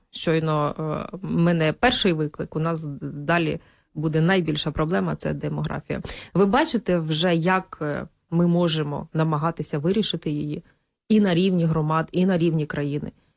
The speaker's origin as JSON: {"language": "Ukrainian", "region": "Sumy Oblast", "country": "Ukraine", "said": "я теж з Сумщини"}